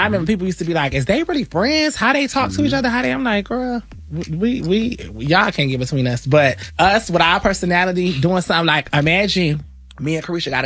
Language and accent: English; Florida, United States; growing up in Florida though, like even being, that's when I was a little boy